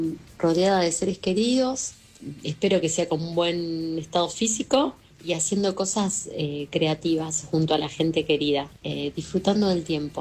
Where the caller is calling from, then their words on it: Buenos Aires, Argentina; de Caballito.